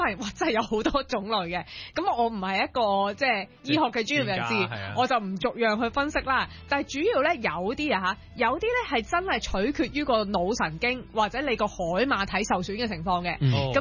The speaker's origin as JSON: {"language": "Cantonese", "country": "Hong Kong"}